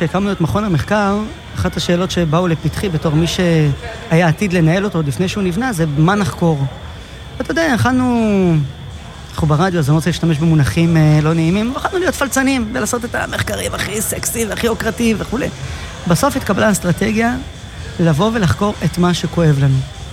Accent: Tiberias, Northern District, Israel; אז לי היו את הנסיבות לחזור לכאן, ולמזלי זה התאפשר לי

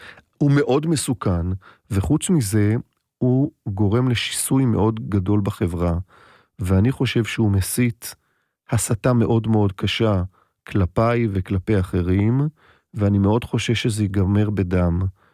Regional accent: Bnei Brak, Tel Aviv District, Israel; אני מבני ברק.

